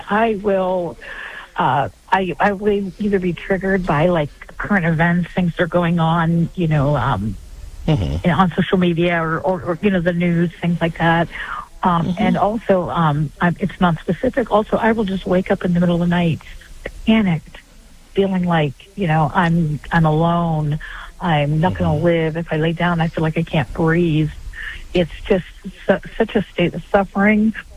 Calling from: Columbus, Ohio, United States; Hi, I'm calling from the Columbus, Ohio area.

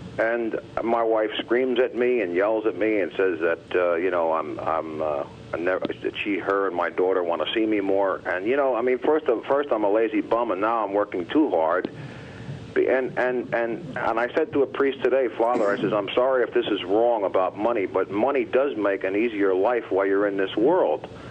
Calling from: Garwood, New Jersey, United States; I'm from Garwood, New Jersey.

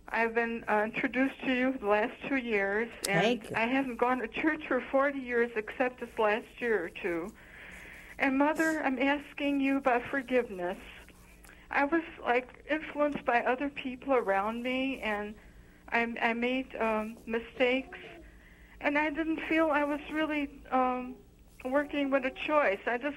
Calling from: Chicago, Illinois, United States; from Chicago, Illinois.

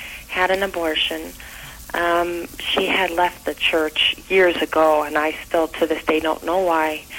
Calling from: Lincoln, Nebraska, United States; I'm from Lincoln, Nebraska.

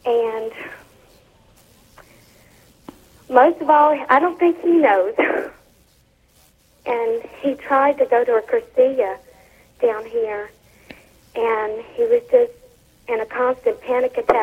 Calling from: Lake Charles, Louisiana, United States; Lake Charles.

